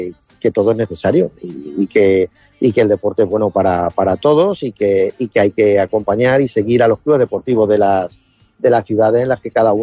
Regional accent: Puertollano, Castilla-La Mancha, Spain; porque somos de Puerto Llano, somos, como decimos, hechos de acero, una ciudad minera

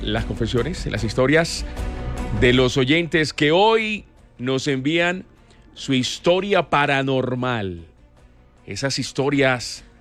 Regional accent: Villavicencio, Meta, Colombia; Soy de acá de Villavicencio, pensé que era Tropicana Villavicencio, sí, sí.

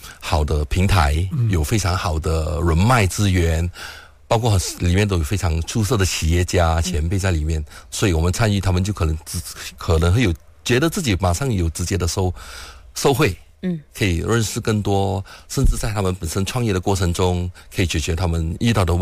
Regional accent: Malaysia; 切我们马来西亚当下的文化，因为我们其实不是要求我们每一个青年都有拥有一样的文化、一样的思想，因为我们都来自不同的背景嘛

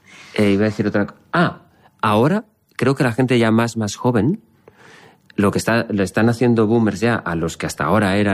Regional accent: Valencian Community, Spain; Siendo yo valenciano es una expresión complicada.

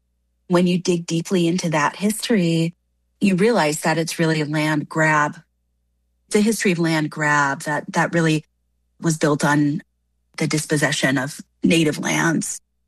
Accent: Minneapolis, Minnesota, United States; moved away as an adult; So I grew up in the Minneapolis area. I'm back in Dakota homelands, which is wonderful.

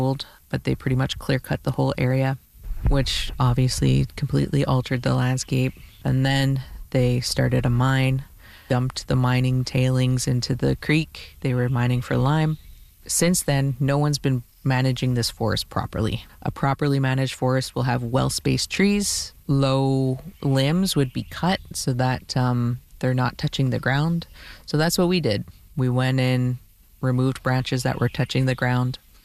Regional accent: British Columbia, Canada; I'm from Wasanich through my mother, and I'm here in Wasanich territory. I'm Squamish through my father.

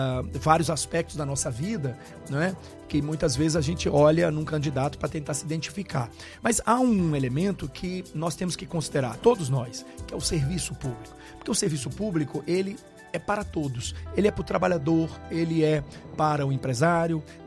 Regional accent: Brazil

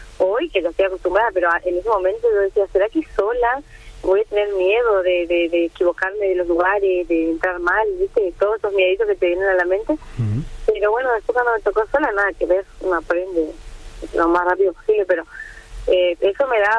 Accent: Misiones, Argentina; Yo soy de Misiones

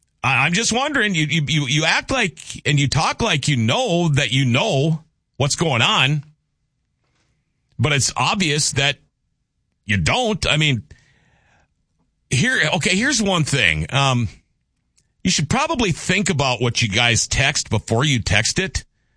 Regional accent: Minnesota, United States; you know, I'm a Minnesotan. You guys, I think, all know that. You know what I think of my government in Minnesota.

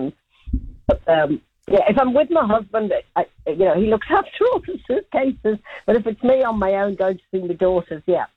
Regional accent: England, United Kingdom; And, I mean, I am from England, and I have two daughters in England, so it's important for me to get back there.

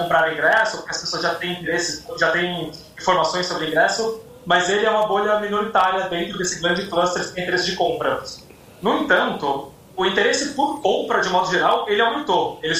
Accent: Brazil; eu, como brasileiro fã de futebol

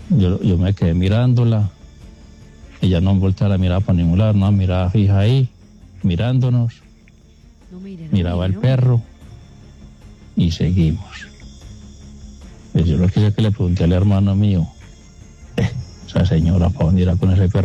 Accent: Remedios, Antioquia, Colombia; Yo soy de acá, de Remedios, Antioquia. Remedios.

